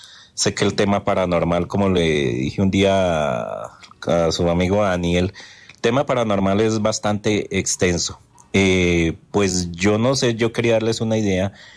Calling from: Bogotá, Colombia; aquí desde la localidad de Fontibón.

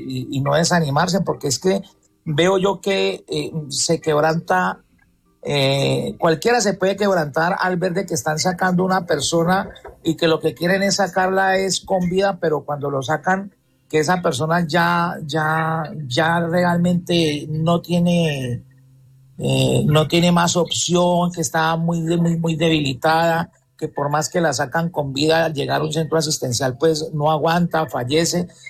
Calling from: Cali, Valle del Cauca, Colombia; Desde la ciudad de Cali.

